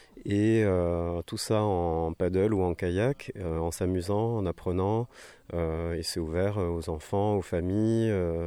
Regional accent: Overseas France, France; Je suis originaire de l'Outre-mer et voilà, et j'ai travaillé aussi dans le Sud-Ouest, à Oléron.

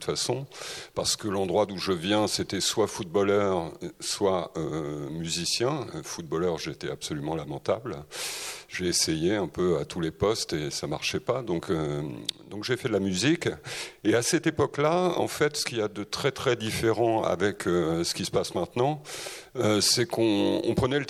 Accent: Normandy, France; En fait, moi je viens de Normandie.

